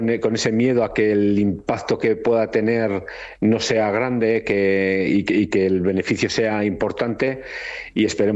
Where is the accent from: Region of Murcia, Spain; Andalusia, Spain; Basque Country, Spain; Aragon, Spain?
Basque Country, Spain; Carranza; Yo estoy orgulloso pues de mi gente, de mi pueblo